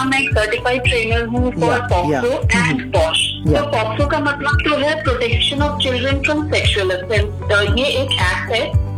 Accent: Delhi, India; now in Hyderabad, India; मैं दिल्ली में ही, मैं बंगाली हूँ बट मैं दिल्ली में ही पली बड़ी हूँ

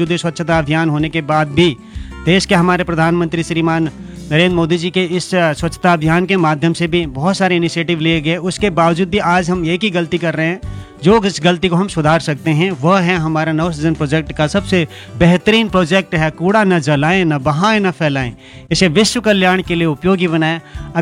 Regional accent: Nainital, Uttarakhand, India; आप उत्तराखंड में, मैं नैनीताल का रहने वाला हूँ, आप नैनीताल की झील पर आइए

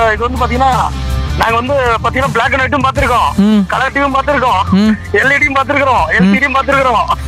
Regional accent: Thottiyam, Tamil Nadu, India; moved away; எங்க சொந்த ஊர் வந்து பாத்தீங்கன்னா திருச்சி மாவட்டம் தொட்டியம்.

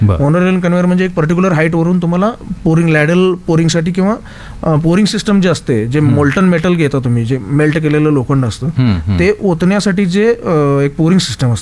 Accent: Pune, Maharashtra, India; basically आम्ही पुण्यातलेच आहोत, म्हणजे आम्ही महाराष्ट्रातले

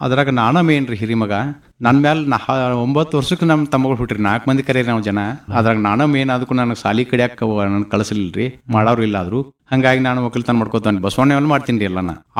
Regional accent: Kemmanakul, Karnataka, India; ನಮ್ಮ ಊರ ತಪ್ಸಿ ಕೆಮ್ಮಣಕುಲ್ರಿ, ಗೋಕಾಕ್ ತಾಲೂಕ ಹಳ್ರಿ, ಅರವಾ ವಿಭಾಗ.

